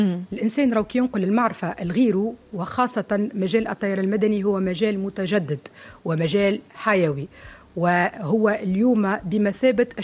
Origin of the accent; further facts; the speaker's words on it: Tozeur Governorate, Tunisia; also born or lived in Tunis; نحن من الجنوب كما أنا نقول لهم راني سافرت إلى دول عديدة. بالحق نقول مشيت للقارات الكل راني كسافرت، وكي أنا مثلا نمشي لبلادي للتوزر